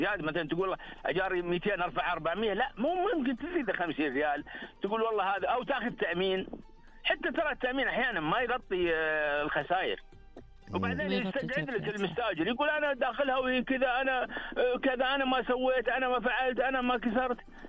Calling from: Saudi Arabia

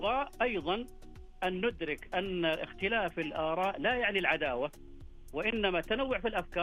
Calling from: Muhayil, Asir, Saudi Arabia; أكلمك من محاي العسير.

